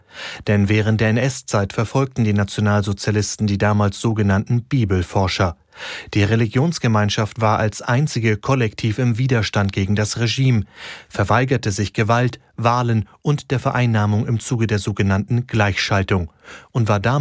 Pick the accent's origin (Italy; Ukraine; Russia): Ukraine; die große Freude, die ich hier miterleben darf, irgendwie in die Ukraine mitnehmen kann. Denn in meiner Heimat haben wir ehrlich gesagt leider schon vergessen, was Freude überhaupt ist.